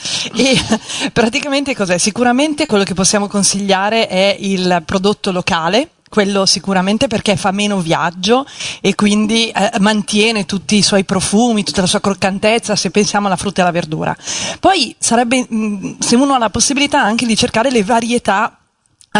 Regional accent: Milan, Lombardy, Italy; io comunque vengo da una città perché sono di Milano

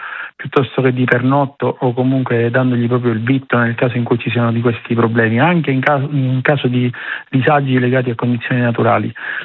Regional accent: Sicily, Italy; Rimane il dispiacere da siciliano

